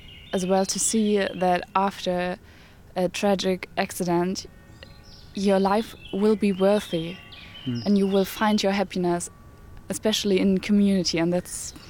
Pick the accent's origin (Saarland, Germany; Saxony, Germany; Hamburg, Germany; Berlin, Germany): Saxony, Germany; Dresden; moved away as an adult; I'm 19 years old and I am from Germany, from Dresden.